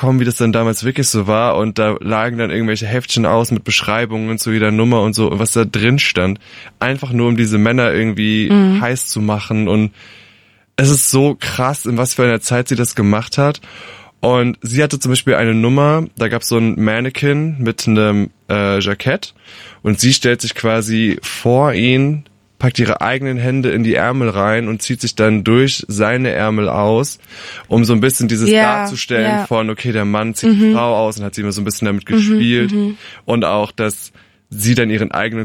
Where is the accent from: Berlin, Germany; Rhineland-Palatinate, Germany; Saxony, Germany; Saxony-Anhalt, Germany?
Rhineland-Palatinate, Germany; Yeah, ist noch die Kante. Aber wirklich winziges Dorf, 400 Einwohner, der kleine schwule Junge, der sich schminkt und halt immer der Outsider war.